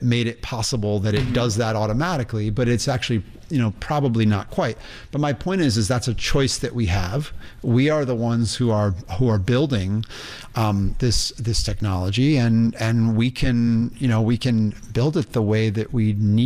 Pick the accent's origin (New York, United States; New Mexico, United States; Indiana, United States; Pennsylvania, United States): Indiana, United States; Look, I'm a skateboarder from Indiana.